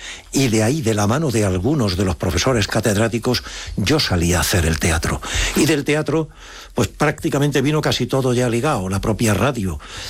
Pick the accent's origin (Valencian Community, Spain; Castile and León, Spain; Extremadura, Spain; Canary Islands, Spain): Extremadura, Spain; No, extremeños hablamos con un acento